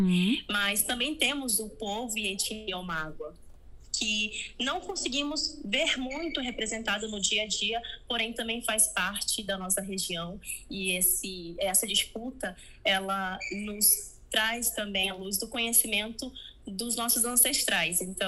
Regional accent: Tabatinga, Amazonas, Brazil; Por exemplo, eu sou de Tabatinga, só que eu não conhecia.

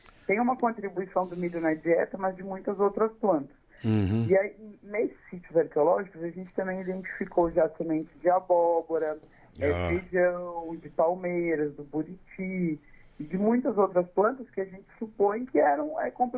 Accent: Brazil; Eu sou brasileira, sou a primeira autora

